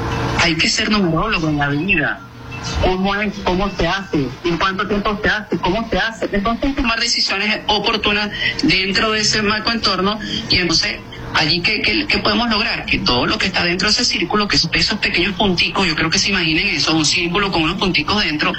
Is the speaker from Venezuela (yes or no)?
yes; Venezuela; Nosotros, como venezolanos, a pesar de que, y lo tengo que decir, y voy a buscar una palabra que sea acorde aquí a esta llamada, pero digamos, el venezolano tiene una característica muy importante: es echado para adelante.